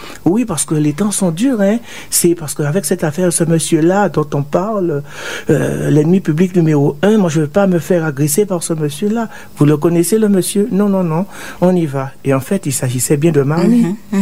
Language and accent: French; Guadeloupe; now in Montauban, France; quand j'étais petit, en Guadeloupe